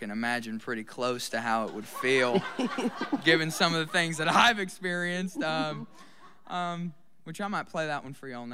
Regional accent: Pell City, Alabama, United States; moved away as an adult; now in Los Angeles, United States; I love Pell City, Alabama. It's my hometown, and that's where I got my life started.

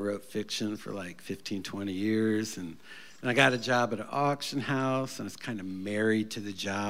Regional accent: Nashville, Tennessee, United States; I'm from Nashville

